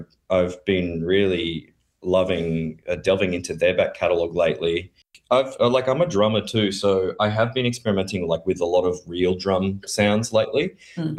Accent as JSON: {"language": "English", "town": "Gold Coast", "region": "Queensland", "country": "Australia", "tie": "born or raised there", "said": "growing up on Gold Coast"}